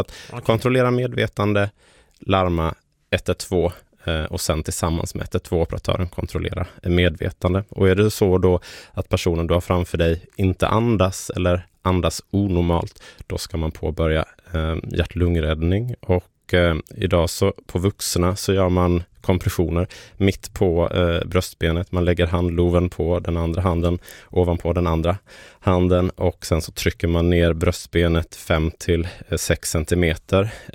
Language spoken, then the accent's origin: Swedish; Sölvesborg, Blekinge, Sweden; Jag blev inbjuden till en festival hemma i Sölvesborg för någon vecka sedan